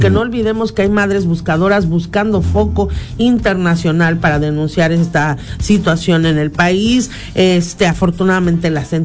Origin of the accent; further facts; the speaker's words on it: Mexico; nosotros como mexicanos